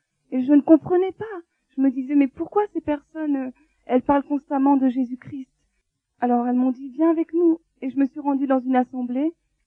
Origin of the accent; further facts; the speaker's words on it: Tours, Centre-Val de Loire, France; born there; j'ai 24 ans. Et je suis d'origine algérienne. Je suis née en France, dans une ville qui s'appelle Tours. Donc, pour me situer un peu, j'ai grandi comme la majeure partie des Beurs.